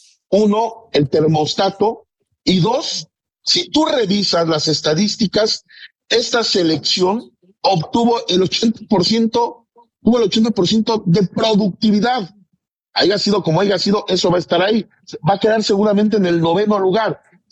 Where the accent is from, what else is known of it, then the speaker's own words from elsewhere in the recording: Mexico; así somos los mexicanos